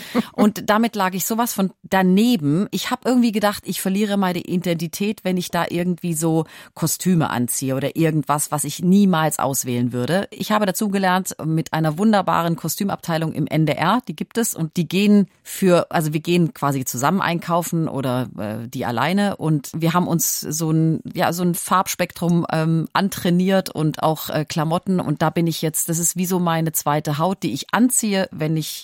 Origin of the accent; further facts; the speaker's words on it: Ludwigsburg, Baden-Württemberg, Germany; born or raised there; now in Hamburg, Germany